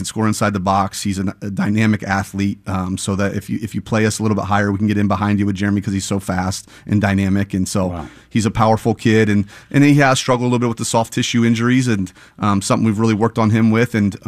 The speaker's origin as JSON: {"language": "English", "region": "Ohio", "country": "United States", "tie": "born or raised there", "lives_now": "Kansas City, United States", "said": "It's what I was born and raised in Ohio, so this is what I know. It's what I relate to, and so we love living in Kansas City."}